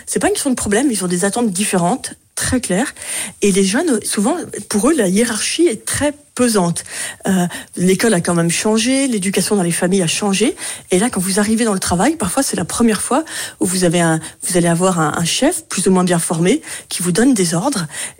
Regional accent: Paris, Île-de-France, France; moi, je suis parisienne

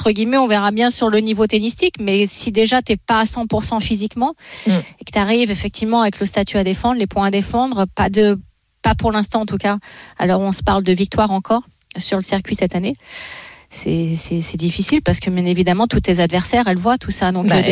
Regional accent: France; Mais pour nous, en tant que Français, ben, on est quand même contents

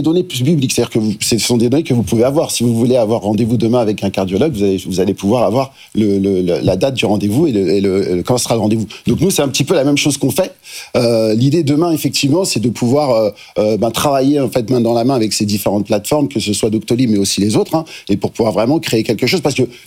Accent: Lyon, Auvergne-Rhône-Alpes, France

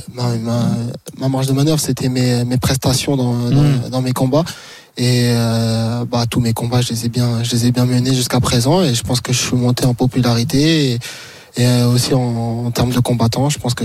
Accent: Paris, Île-de-France, France; Ouais, c'est partenaire du PSG, on vient de Paris.

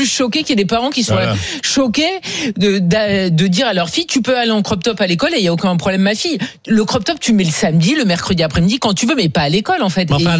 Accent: south-east France, France; Non, mais moi, alors, je suis l'exemple parfait parce que je viens du Sud, donc dans le Sud-Est, il fait très vite très chaud

